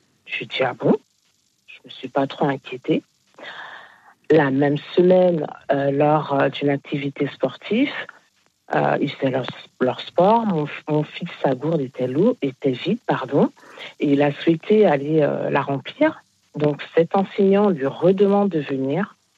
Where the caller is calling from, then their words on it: Île-de-France, France; Oui, de Seine-et-Marne.